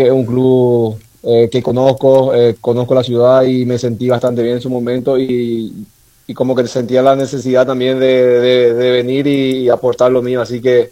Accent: Paraguay; moved away as an adult; now in Mendoza, Argentina; yo tenía la oportunidad de seguir ahí en mi país

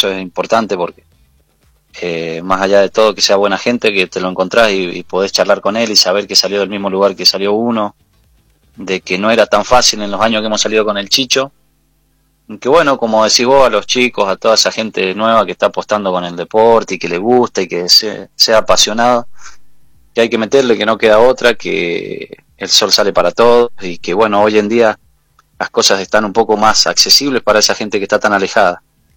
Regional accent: Lavalle, Argentina; sería lindo ahí en mi pueblo

